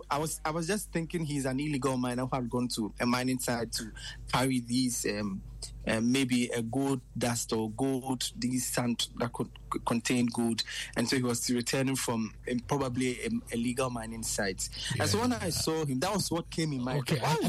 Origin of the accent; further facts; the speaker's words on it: Obuasi, Ashanti, Ghana; I am from Obuasi